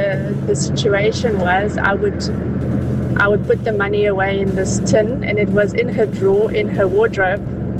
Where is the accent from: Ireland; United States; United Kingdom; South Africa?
South Africa; East London, Eastern Cape; I grew up in East London